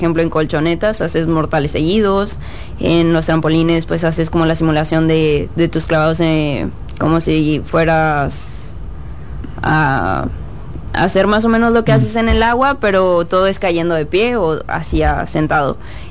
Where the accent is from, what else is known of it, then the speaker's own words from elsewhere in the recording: Dominican Republic; Pero para mí, como quiera, yo soy dominicana 100%, a pesar de ese tipo de comentarios.